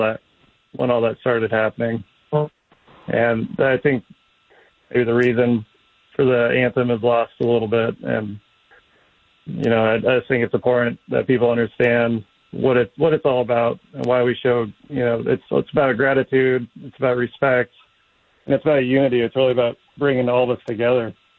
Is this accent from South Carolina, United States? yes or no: no; Nebraska, United States; Yeah, so I'm from Nebraska, and actually a lot of the schools here still do the Pledge of Allegiance, and my school did when I was growing up.